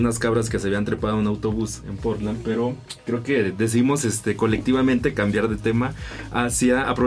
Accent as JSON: {"language": "Spanish", "region": "Chiapas", "country": "Mexico", "said": "Yo soy de Chiapas, está toda la franja acá, sí, Pacífico."}